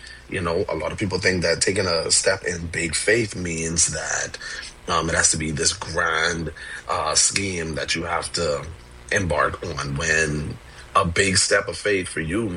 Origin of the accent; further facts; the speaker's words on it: Nassau, New Providence, Bahamas; I am a Bahamian. I've been born and raised in Nassau, Bahamas.